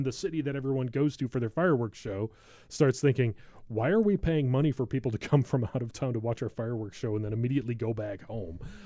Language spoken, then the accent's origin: English; Geneva, Illinois, United States; I grew up in a small town. There's always a fireworks show for the 4th of July. Actually, I grew up in Geneva